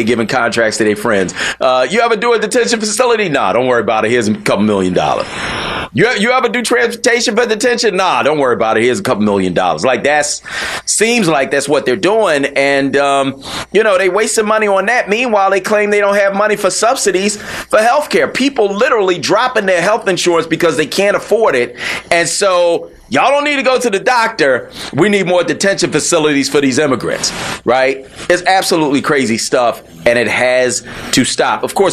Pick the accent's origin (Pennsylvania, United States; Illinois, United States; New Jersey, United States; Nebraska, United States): Pennsylvania, United States; Philadelphia; Like, and I'm asking it as a Philadelphian.